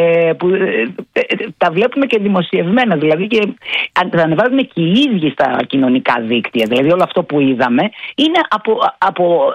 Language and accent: Greek; Turkey; Greek is a second language; έδωσε συγχαρητήρια για το επίπεδο της γλώσσας μου, λέγοντας ότι μιλάω πολύ καλά αυτή τη γλώσσα. Αν και είμαι Τουρκάλα.